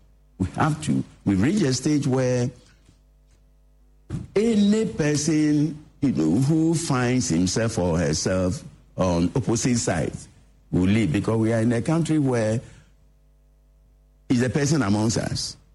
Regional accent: Ghana; I'm a Ghanaian, so I know how these things work.

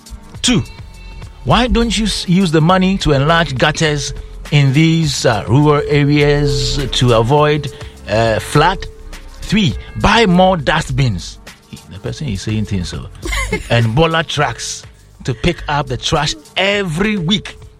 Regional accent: Mile 7, Greater Accra, Ghana; from Mile 7.

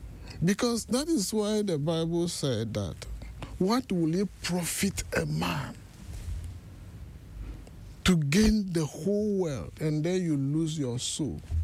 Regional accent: Trinidad & Tobago; So since I came from Trinidad now, I must say that I know who is God

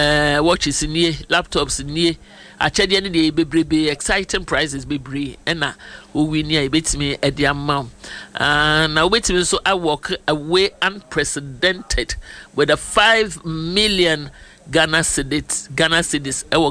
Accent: Toronto, Ontario, Canada; from Canada. Toronto.

